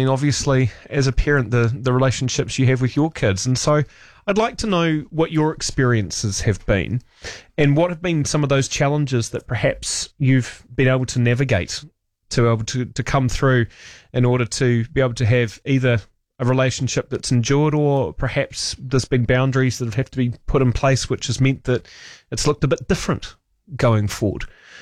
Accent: Dunedin, Otago, New Zealand; And considering we grew up in Dunedin, it's kind of funny.

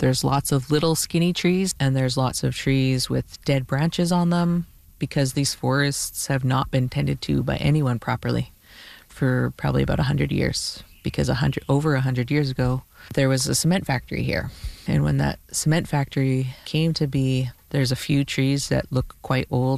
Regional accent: British Columbia, Canada; I'm from Wasanich through my mother, and I'm here in Wasanich territory. I'm Squamish through my father.

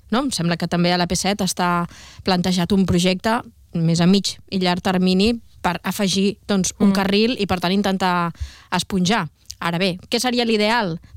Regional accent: Sant Celoni, Catalonia, Spain; jo que els caps de setmana doncs acostumo anar al meu poble, no? Que és Sant Celoni

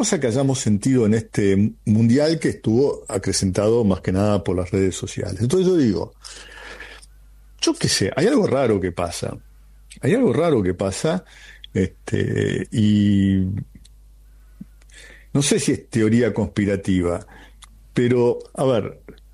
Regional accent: Argentina; moved away; also born or lived in Milan, Italy; Nos empezaron a pedir disculpas a los argentinos

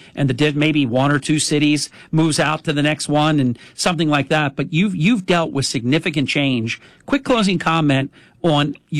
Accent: New Jersey, United States; My home state of New Jersey is absolutely just crazy in terms of its politics.

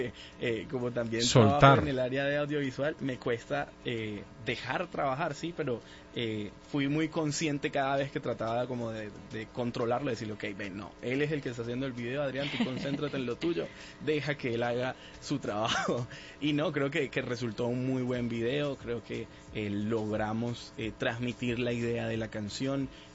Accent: San Andrés, San Andrés, Providencia and Santa Catalina, Colombia; born there; also born or lived in Bogotá; Como ya saben, vivo en San Andrés, nací en San Andrés, entonces los ritmos caribeños

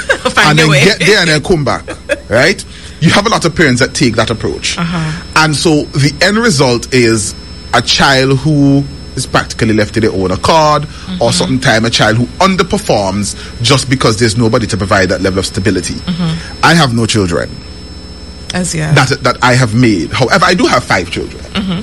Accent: All Saints, Saint John, Antigua & Barbuda; Because I'm from All Saints, went to schools in the city.

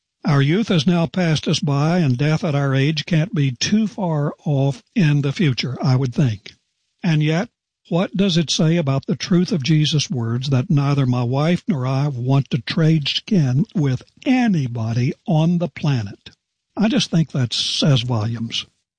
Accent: West Virginia, United States; born there; There was a man in my home state of West Virginia

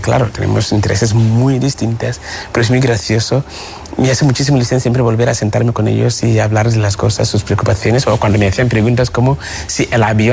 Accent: Peru; Y soy peruano. Mi padre es peruano, mi abuelo es peruano.

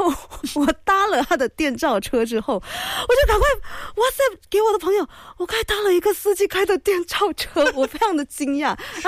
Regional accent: Johor Bahru, Johor, Malaysia; now in Kuala Lumpur, Malaysia; 我就说我的家乡新山。

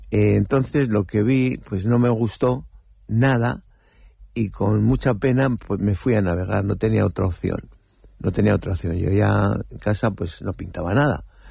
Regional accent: Castro Urdiales, Cantabria, Spain; como siempre lo he contado aquí en Castro, pues por los cargaderos venían barcos del norte, venían barcos ingleses, barcos holandeses a cargar mineral, y en la calle La Mar donde yo nací estaba la pastelería de Baranda

